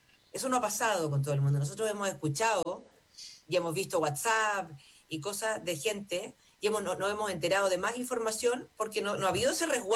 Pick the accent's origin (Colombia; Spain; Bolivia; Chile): Chile; yo creo que este es de los casos más escandalosos que habla también de lo racista que somos los chilenos